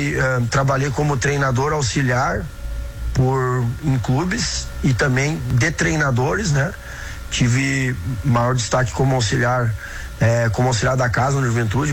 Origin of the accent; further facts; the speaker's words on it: Caxias do Sul, Rio Grande do Sul, Brazil; eu sou natural de Caxias do Sul